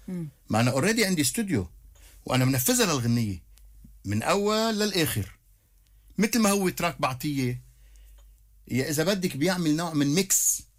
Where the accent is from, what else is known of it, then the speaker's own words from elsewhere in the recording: Achkout, Keserwan-Jbeil, Lebanon; الحب ما بيموت. ضيعتنا عشقوت.